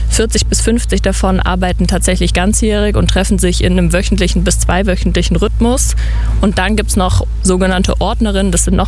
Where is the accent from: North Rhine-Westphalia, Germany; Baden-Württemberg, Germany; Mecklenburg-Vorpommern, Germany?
Baden-Württemberg, Germany; Ulm; born or raised there